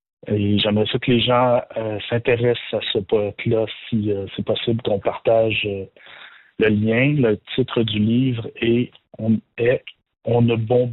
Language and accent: French; Quebec, Canada; born or raised there